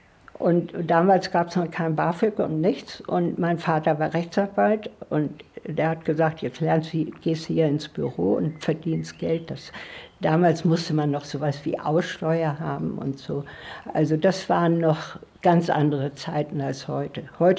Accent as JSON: {"language": "German", "region": "Northern Germany", "country": "Germany", "moved": "yes", "lives_now": "Swabia, Germany", "said": "ich musste ja als Norddeutsche überhaupt erst mal mit der schwäbischen Küche überhaupt mich anfreunden."}